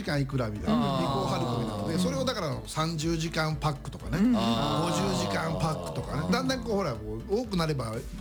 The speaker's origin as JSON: {"language": "Japanese", "region": "Shikoku", "country": "Japan", "tie": "born or raised there", "said": "僕四国の出身なんだけども"}